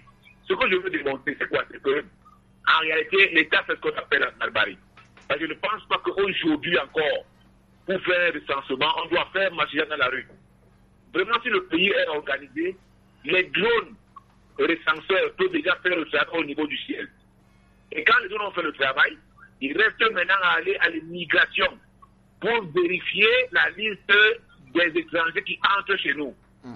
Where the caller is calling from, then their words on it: Edéa, Littoral, Cameroon; chez moi, à Edea